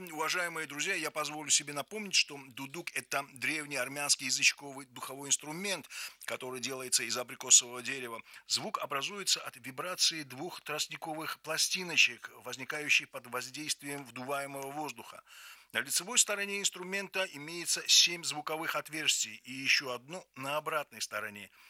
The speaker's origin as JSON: {"language": "Russian", "region": "Tbilisi", "country": "Georgia", "tie": "born or raised there", "said": "я родом из Тбилиси"}